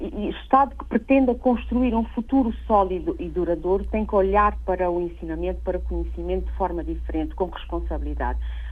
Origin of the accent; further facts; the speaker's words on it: Cape Verde; eu vou começar por falar aqui enquanto cabo-verdiana